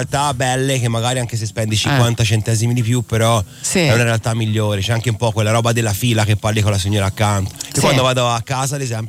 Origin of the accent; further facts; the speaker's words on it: Livorno, Tuscany, Italy; Sono di Livorno, abito davanti al mare